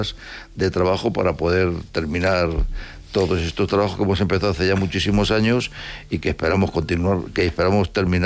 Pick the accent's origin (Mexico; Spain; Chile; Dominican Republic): Spain; Madrid, Community of Madrid; la verdad que yo soy de Madrid